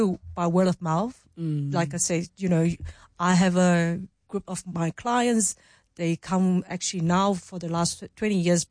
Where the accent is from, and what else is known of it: Hong Kong